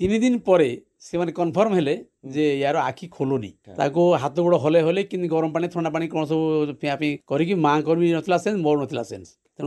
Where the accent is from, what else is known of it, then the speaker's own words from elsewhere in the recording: Dahamunda, Odisha, India; born there; ଉତ୍ତର ଭୋଗରାଇ ବ୍ଲକର ଗୋଟେ ଗାଁ ଅଛି ଦହମୁଣ୍ଡା ବୋଲି, ସେଇଟା ମୋର ଜନ୍ମସ୍ଥାନ।